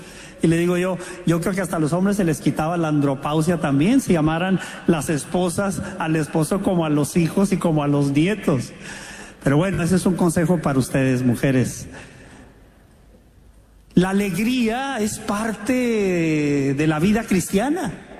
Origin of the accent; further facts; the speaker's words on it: Mexico; como buen mexicano bromista